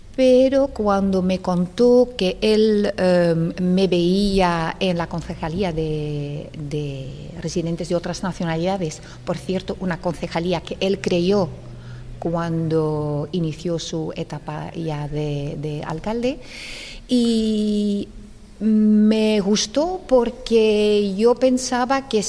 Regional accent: Belgium; no me siento española, porque tengo la nacionalidad belga y al final donde uno haya nacido marca mucho también

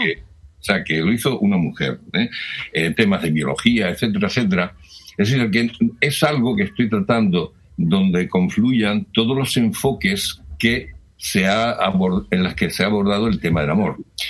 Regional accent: Huelva, Andalusia, Spain

